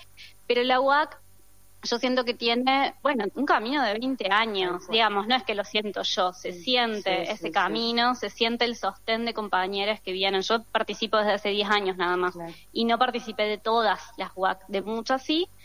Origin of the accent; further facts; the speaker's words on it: Río Cuarto, Córdoba, Argentina; siento como que soy de dos territorios, un poco. Por un lado, detrás de la sierra, que yo luchaba hace 8 años, y por otro lado, de Río Cuarto, que es el lugar donde viví siempre